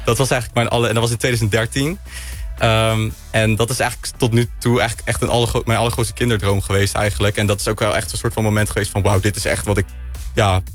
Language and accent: Dutch; Leimuiden, South Holland, Netherlands; Ik kom uit Leimuiden. Dat niet te verwarren met IJmuiden. Maar het is gewoon een klein dorpje. Het ligt een beetje boven Alphen aan de Rijn onder Schiphol.